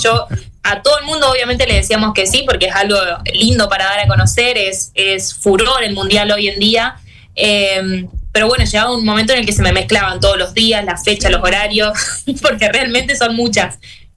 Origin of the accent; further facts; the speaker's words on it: Felicia, Santa Fe, Argentina; Nosotros somos de Felicia. Uh-huh. Felicia es un pueblo chiquitito de la provincia de Santa Fe, somos 2.500 habitantes.